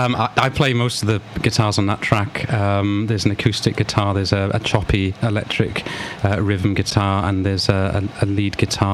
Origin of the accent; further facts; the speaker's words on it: Blackwood, Wales, United Kingdom; my hometown of Blackwood